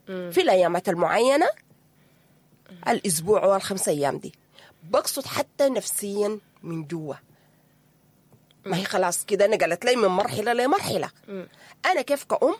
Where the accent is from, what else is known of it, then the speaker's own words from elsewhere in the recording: Sudan; في مشكلة كبيرة عندنا كسودانيين في الجواب على الأسئلة المحرجة من أطفالنا الأبرياء